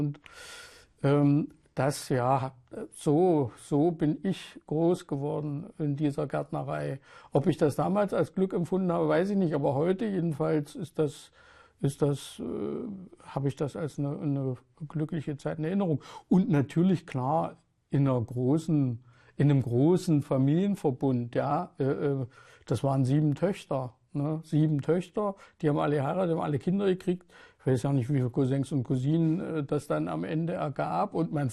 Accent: Dessau, Saxony-Anhalt, Germany; ich bin in Dessau aufgewachsen, in einer, also Dessau Nord, ne, in der, da am Schillerpark.

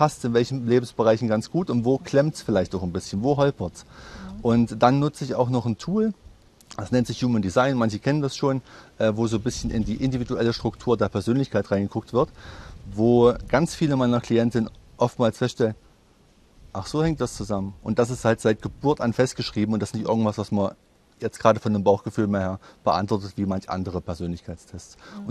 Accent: Teuchern, Saxony-Anhalt, Germany; Ich komme aus Teuchern

